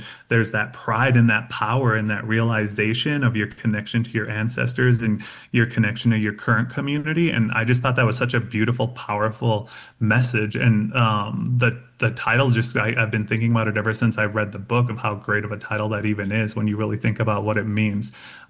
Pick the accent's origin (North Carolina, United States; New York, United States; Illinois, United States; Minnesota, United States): Minnesota, United States; now in Denver, United States; Like I live in Denver, but I'm from the Red Lake Indian Reservation in northern Minnesota.